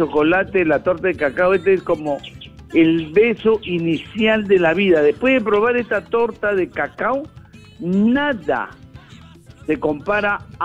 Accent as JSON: {"language": "Spanish", "region": "Lima", "country": "Peru", "tie": "born or raised there", "said": "Chorrillos City, mi barrio desde la infancia."}